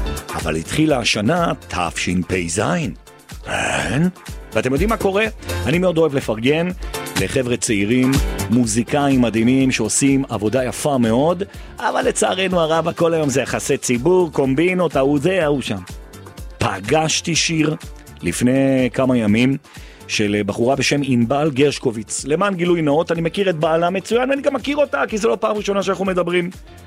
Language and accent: Hebrew; Jerusalem, Jerusalem District, Israel; יש לך עד מעתיים, כי אנחנו ירושלמים.